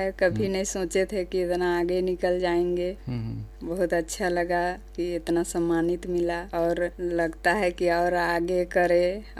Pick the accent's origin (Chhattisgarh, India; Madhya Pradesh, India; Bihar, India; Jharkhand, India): Jharkhand, India; Itki Thakur; जी इटकी ठाकुर गांव।